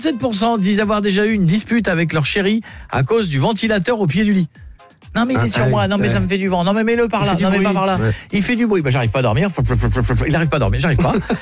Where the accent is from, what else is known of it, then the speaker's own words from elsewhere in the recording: Hauts-de-France, France; Honnêtement, moi je vais être honnête avec vous, moi je suis un picard.